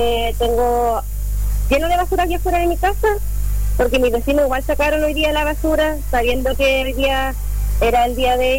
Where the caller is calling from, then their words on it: Coronel, Biobío, Chile; Yo estoy llamando de Nuevo Amanecer